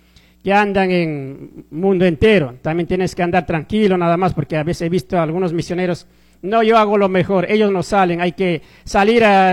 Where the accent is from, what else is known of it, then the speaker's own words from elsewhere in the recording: Ecuador; mi Ecuador